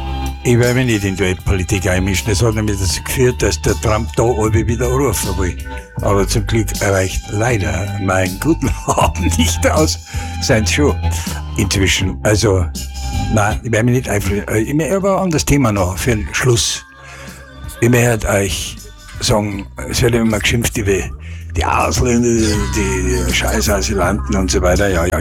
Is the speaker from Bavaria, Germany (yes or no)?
yes; Munich, Bavaria, Germany; am liebsten war mir halt Münchnerisch. Ich bin ja kein Bayer, ich bin ja Münchner.